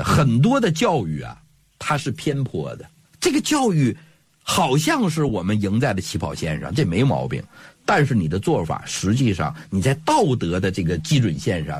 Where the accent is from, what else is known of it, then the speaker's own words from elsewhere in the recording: China; 咱们中国人有自己的传统